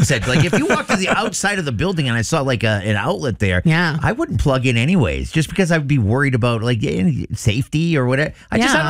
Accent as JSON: {"language": "English", "town": "Biddeford", "region": "Maine", "country": "United States", "said": "I'm from Biddeford. I use it a lot."}